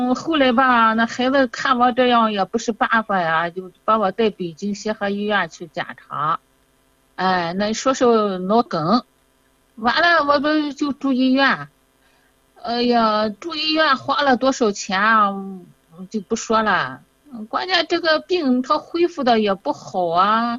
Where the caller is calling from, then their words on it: Shandong, China; 我是山东的。